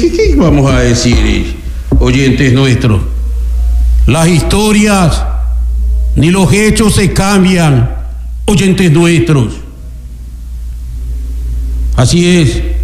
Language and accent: Spanish; Pimocha, Los Ríos, Ecuador; Pero soy de Pimocha.